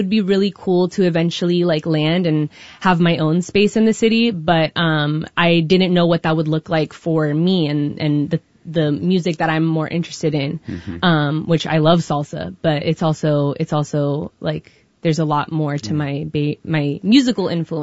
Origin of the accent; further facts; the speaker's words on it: Redwood City, California, United States; also born or lived in Mexico / San Francisco; I was born in Mexico, to a third generation San Franciscan mother. Mm-hmm. And then I was raised mostly in Redwood City.